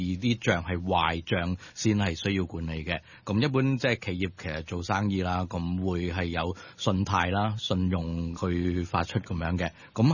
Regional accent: Macau; 咁系嚟自于澳门嘅。咁我本身系澳门人啦，咁我就本身系澳门啦

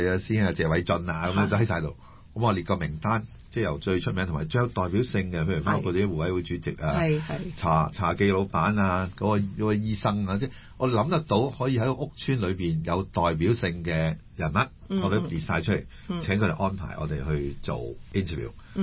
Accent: Hong Kong Island, Hong Kong; 我其實在北角長大的

